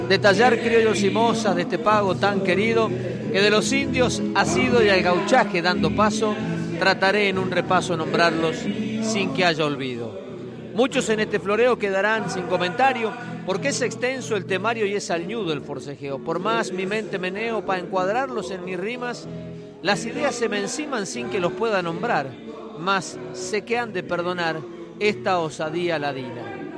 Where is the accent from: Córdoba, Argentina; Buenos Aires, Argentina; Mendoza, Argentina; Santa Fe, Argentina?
Mendoza, Argentina; La Paz; born there; moved away; Estamos aquí en La Paz. Qué mejor para mí que estar en mi tierra.